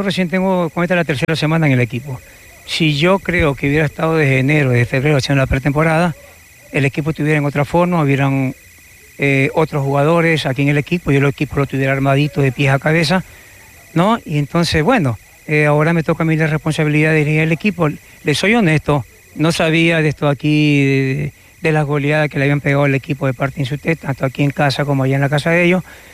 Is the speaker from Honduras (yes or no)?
no; Manabí, Ecuador; now in Guayaquil, Ecuador; Sí, yo soy de la provincia de Manabí, soy de Valle de Caracas y ya tengo muchos años radicado en la ciudad de Guayaquil.